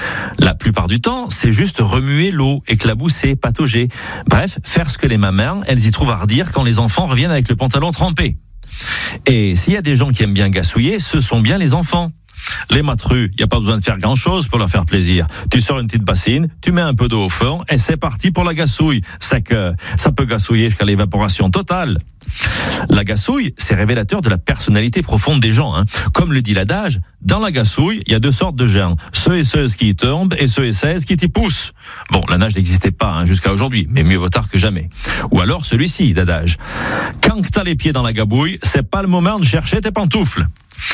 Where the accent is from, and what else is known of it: Auvergne-Rhône-Alpes, France; accent: Parler Gaga